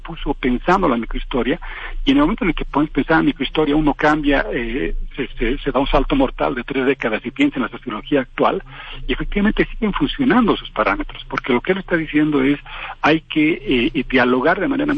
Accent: Mexico

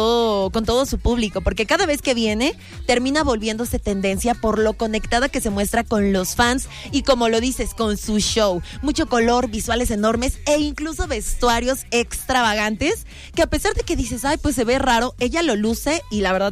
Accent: Mexico

